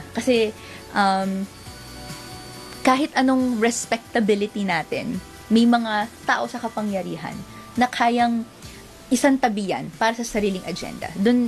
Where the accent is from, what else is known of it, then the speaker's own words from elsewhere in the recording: Malabon, Metro Manila, Philippines; taga Malabon po ako.